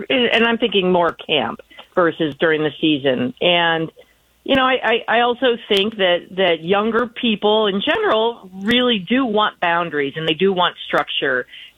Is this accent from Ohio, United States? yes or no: yes; Ohio, United States; I grew up in Ohio. I love the game.